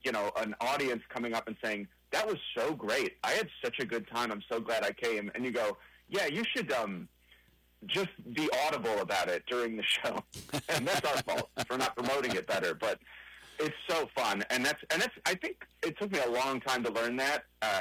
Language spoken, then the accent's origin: English; Ohio, United States; I'm from Ohio